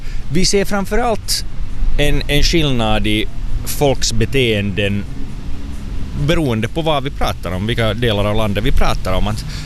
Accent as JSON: {"language": "Swedish", "country": "Sweden", "tie": "born or raised there", "said": "No, jag är uppvuxen i Sverige. Så mina tidigaste barndomsminnen är faktiskt att det var lördagsgodis på Pressbyrån."}